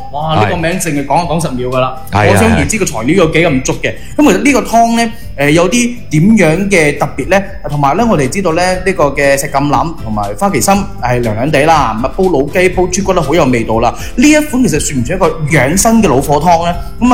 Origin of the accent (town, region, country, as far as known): Guangdong, China